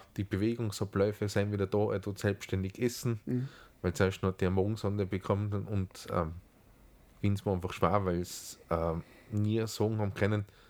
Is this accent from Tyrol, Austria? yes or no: yes; Tyrol, Austria; Wir sind aus Tirol.